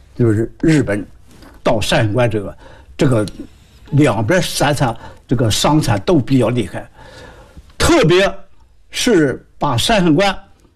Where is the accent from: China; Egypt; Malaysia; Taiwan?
China; Hebei; 因为我是河北人嘛。